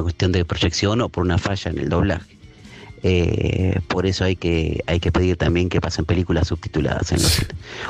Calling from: Florencio Varela, Buenos Aires Province, Argentina; de Varela.

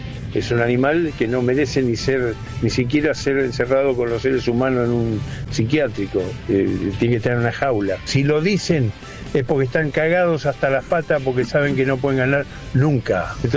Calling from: Bahía Blanca, Buenos Aires Province, Argentina; de Bahía Blanca

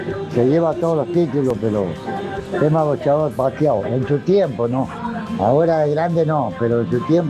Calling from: González Catán, Buenos Aires Province, Argentina; de González Catane

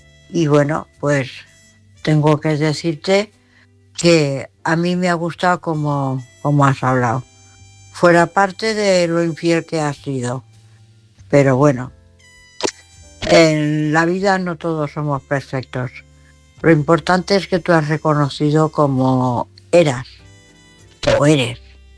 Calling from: Valencia, Valencian Community, Spain; corresponsal de Valencia, que no me acordaba de decirlo.

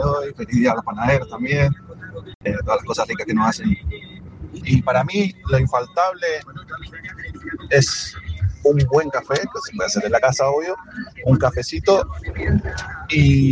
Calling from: Lavalle, Argentina; de acá de La Valle

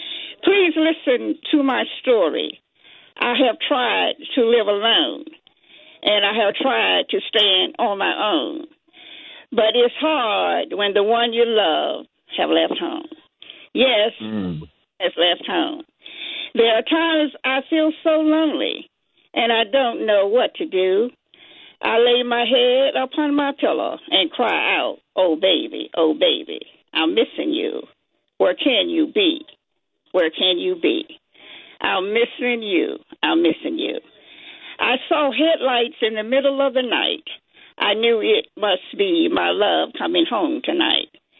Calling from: Silver Spring, Maryland, United States; from Silver Spring, Maryland.

